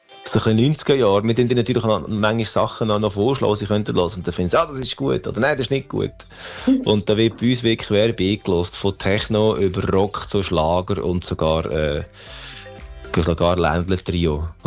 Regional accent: Central Switzerland, Switzerland; meine Heimat ist ja die Schweiz. Und die Zentralschweiz, und das ist ja so nah alles.

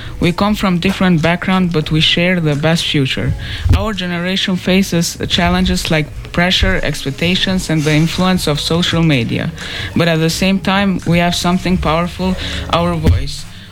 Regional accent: North Macedonia; I'm 15 years old. I'm from North Macedonia

